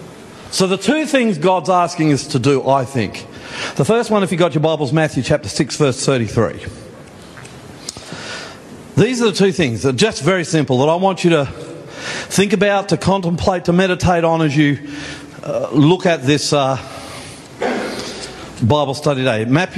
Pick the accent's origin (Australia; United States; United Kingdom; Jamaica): Australia; Brisbane, Queensland; now in Sydney, Australia; I'm from Brisbane, for better or worse. I said to you the other day, I kind of feel like my hometown now is Sydney.